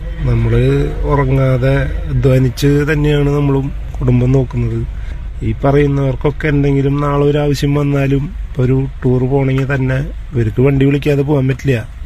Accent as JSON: {"language": "Malayalam", "town": "Thrissur", "region": "Kerala", "country": "India", "said": "തൃശ്ശൂരാണ് സ്ഥലം."}